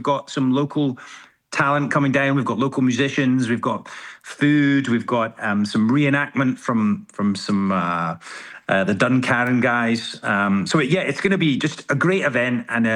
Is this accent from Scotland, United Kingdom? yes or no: yes; Scotland, United Kingdom; born there; now in central Scotland, United Kingdom; I really wanted to you know, invest and shine a spotlight on where I'm from. I was born in Dumfries and Galloway, and it's such an amazing part of the world.